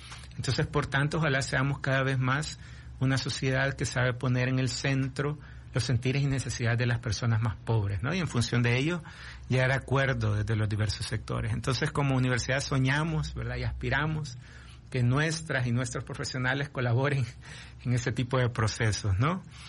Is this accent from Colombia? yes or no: no; El Salvador; vamos a salir adelante como sociedad salvadoreña